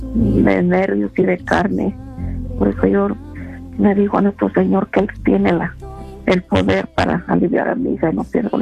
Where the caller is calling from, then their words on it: Salt Lake City, Utah, United States; de Salt Lake City, Utah.